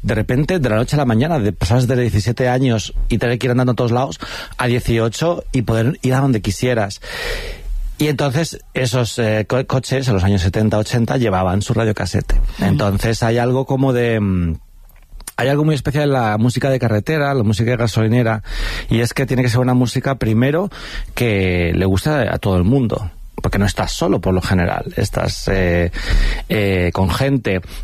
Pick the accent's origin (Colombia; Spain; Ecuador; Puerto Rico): Spain; Alcorcón, Community of Madrid; cuando decían, ¿tú de dónde eres? Yo decía Alcorcón, la gente era como... ¿Sabes? En plan, como que les parecía gracioso ser de Alcorcón.